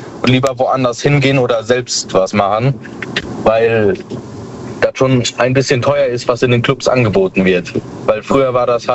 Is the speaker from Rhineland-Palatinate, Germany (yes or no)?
yes; Koblenz, Rhineland-Palatinate, Germany; Ich komme aus Rheinland-Pfalz, Koblenz.